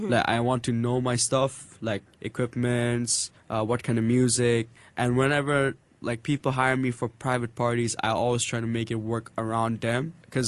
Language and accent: English; Bangladesh; I don't know much about my home country, Bangladesh